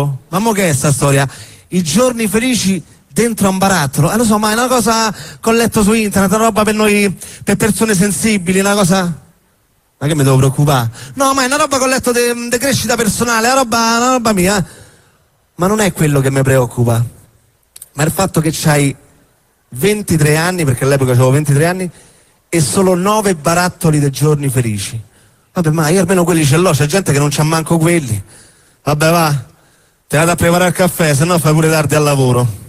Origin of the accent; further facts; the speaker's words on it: Rome, Lazio, Italy; born there; io sono nato a Roma